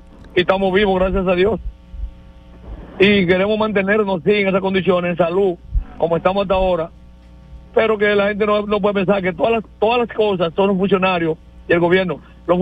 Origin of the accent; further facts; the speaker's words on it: Azua, Dominican Republic; allá en los negros de Azua, donde soy nativo